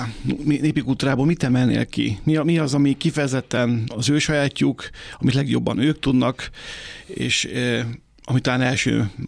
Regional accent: Karcag, Jász-Nagykun-Szolnok, Hungary; born there; a nagykunsághoz kötődünk, édesanyád kunhegyesi, én Karcagon születtem

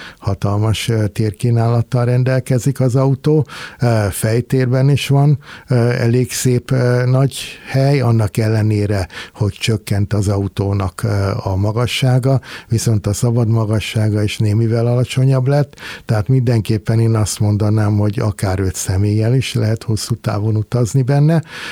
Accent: Hungary; hogyha engem, mint a magyar állampolgárt kérdezel

